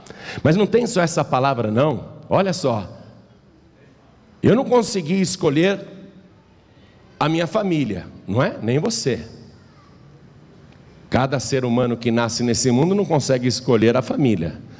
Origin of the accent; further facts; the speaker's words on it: Piracicaba, São Paulo, Brazil; born there; Eu nasci em Piracicaba.